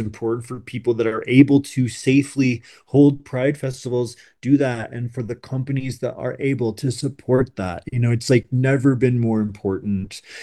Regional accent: United States; I experienced being an American as a gay American

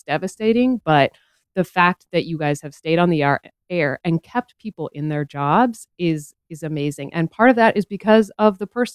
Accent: Twin Falls, Idaho, United States; now in North Idaho, United States; I grew up in Idaho. I grew up in Twin Falls. I went to school at U of I and I just fell in love with North Idaho and I'm up here now.

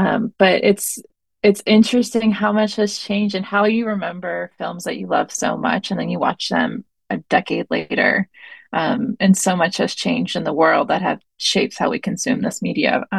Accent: Baltimore, Maryland, United States; I'm born and raised in Baltimore.

